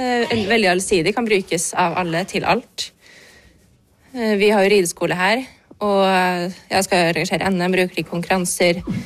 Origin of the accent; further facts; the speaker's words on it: Nøtterøy, Vestfold, Norway; now in Nordland, Norway; Jeg kom fra Nøtterøy, utover Tønsberg.